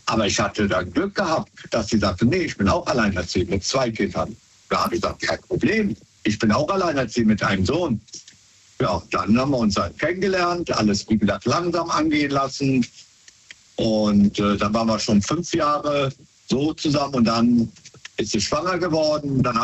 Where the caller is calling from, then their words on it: Wesseling, North Rhine-Westphalia, Germany; Aus Wesseling.